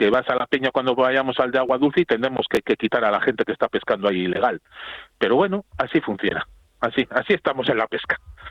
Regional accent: Bilbao, Basque Country, Spain; Yo soy de Bilbao, y orgulloso de ser de Vizcaya.

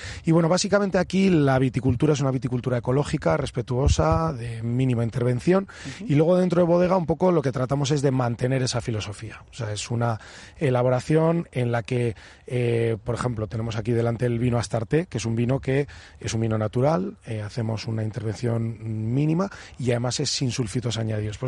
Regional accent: La Rioja, Spain; por lo menos en nuestra experiencia como riojanos, es la vez que menos kilos por hectárea hemos sacado de nuestra historia.

